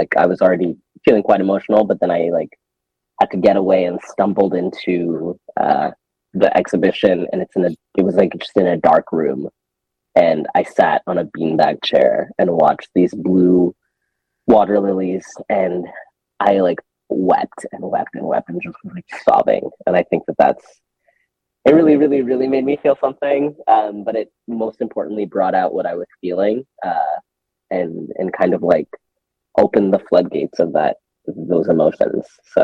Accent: Ghana; also born or lived in Lesotho; now in Toronto, Canada; I'm based in Toronto, Canada, and I'm originally from Ghana and Lesotho.

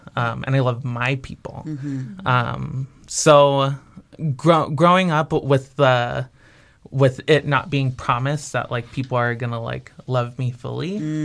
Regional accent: South Bay, Los Angeles, California, United States; moved away as an adult; now in Chicago, United States; I'm from the South Bay.

